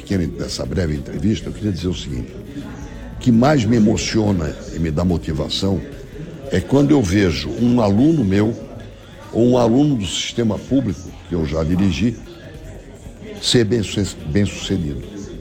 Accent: Santa Catarina, Brazil; sou de Santa Catarina, pertenço ao estado de Santa Catarina

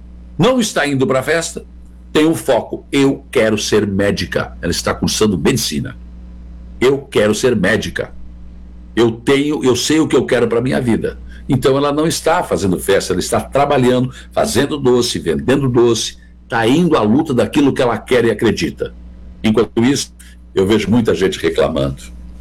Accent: São José do Rio Preto, São Paulo, Brazil; now in Florianópolis, Brazil; eu passei na faculdade para Florianópolis, mas eu sou de São Paulo, de Rio Preto, né?

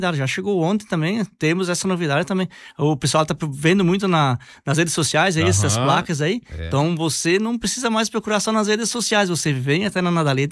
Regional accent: Brazil; pra nós brasileiros.

